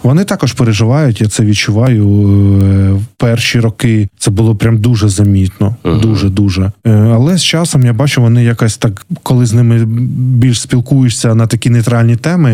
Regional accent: Kryvyi Rih, Dnipropetrovsk Oblast, Ukraine; В моєму рідному Кривому Розі все не так, не так яскраво. Це більш таке промислове місто.

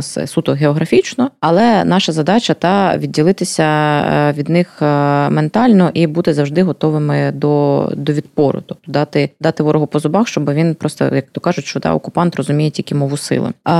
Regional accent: Kharkiv, Kharkiv Oblast, Ukraine; вона, коли дізналася, що я з Харкова, вона одразу почала тривожно накидувати мені варіанти, щоб я залишилась жити у Львові.

